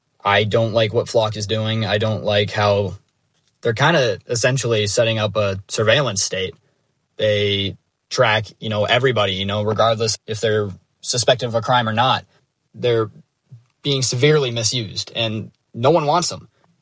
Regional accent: Minneapolis, Minnesota, United States; I'm from Minneapolis

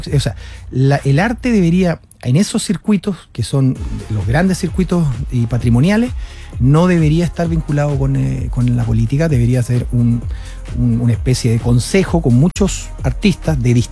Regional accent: Chile; nosotros como chilenos

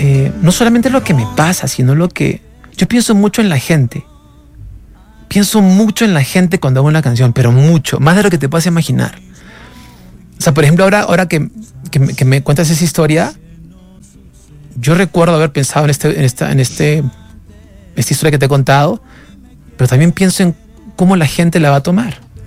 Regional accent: Peru

